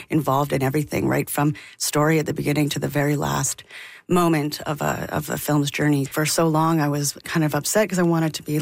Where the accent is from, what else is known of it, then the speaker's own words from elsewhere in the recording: Alberta, Canada; growing up in Alberta in the 90s and you know, kind of figuring out you're queer and being a little scared about